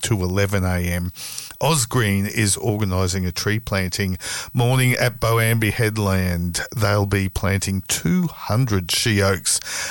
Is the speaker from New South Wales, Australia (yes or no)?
yes; Sawtell, New South Wales, Australia; And I come from Sawtell and I can attest to the fact that there are some glossy black cockatoos.